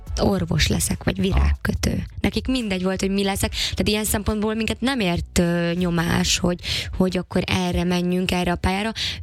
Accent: Hungary; hogy akár ne is hallják azt rajtam, hogy magyar vagyok, amikor szlovákul beszélek.

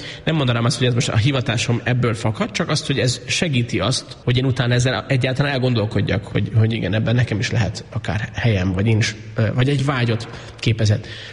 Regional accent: Miskolc, Borsod-Abaúj-Zemplén, Hungary; miskolciként Avason éltünk a szüleimmel, ott az egyházközségen belül nekünk ez egy fontos élmény volt, hogy görög-katolikus egyházhoz tartozunk

